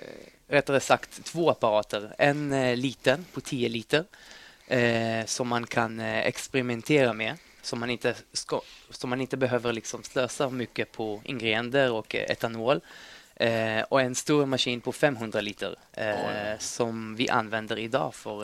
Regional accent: Israel; Swedish is a second language; now in Stockholm, Sweden; Och i tidigare i mitt arbetsliv har jag jobbat genom event. Israel faktiskt, där jag kommer ifrån.

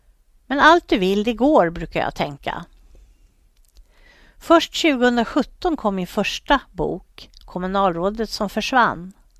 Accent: Stockholm, Stockholm County, Sweden; Men miljöerna är jag förstås bekant med eftersom jag växte upp i Vällingby.

